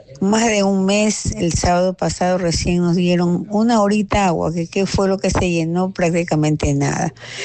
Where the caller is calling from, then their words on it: Crucita parish, Manabí, Ecuador; Soy moradora de los Arenales de la parroquia Crucita